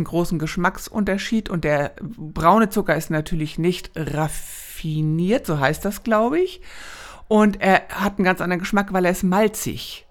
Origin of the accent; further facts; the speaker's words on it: Northern Germany, Germany; sagt man bei uns in Norddeutschland.